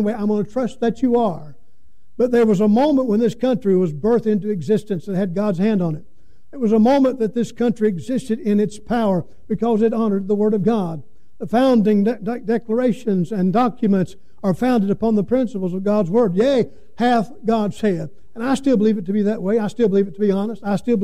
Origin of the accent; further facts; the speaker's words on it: United States; I'm American, but I'm a blood-bought, born-again believer in the Lord Jesus Christ.